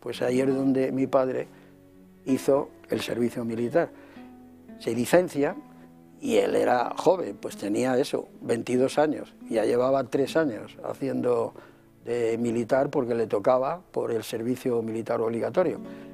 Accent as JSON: {"language": "Spanish", "town": "Madrid", "region": "Community of Madrid", "country": "Spain", "tie": "born there"}